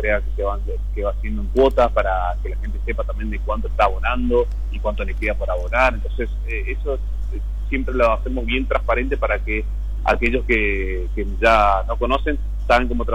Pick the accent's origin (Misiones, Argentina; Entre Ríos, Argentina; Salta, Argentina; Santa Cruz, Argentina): Misiones, Argentina; Puerto Iguazú; De Iguazú, sí, yo, bueno, porque soy de Iguazú, sí.